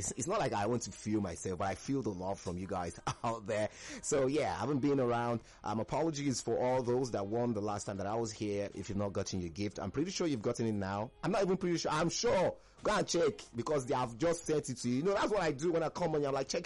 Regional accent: Nigeria

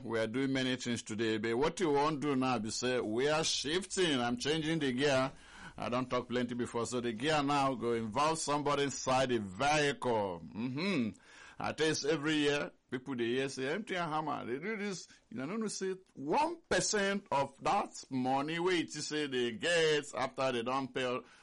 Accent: Nigeria; as a Nigerian

